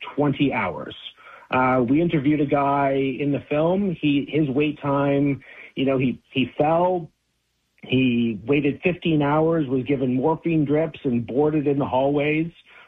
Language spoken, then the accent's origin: English; Canada; as a Canadian